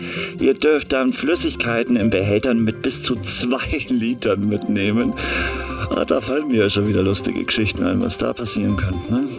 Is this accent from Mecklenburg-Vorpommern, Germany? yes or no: no; Munich, Bavaria, Germany; wir wissen als Münchner